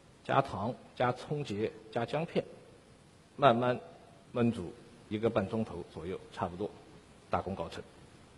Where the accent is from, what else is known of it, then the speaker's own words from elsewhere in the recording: Shanghai, China; 我们上海人